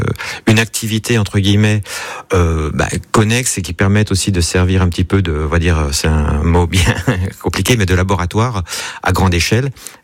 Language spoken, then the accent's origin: French; Bourgogne-Franche-Comté, France; Alors, je suis de l'Est de la France, je suis franc-comtois.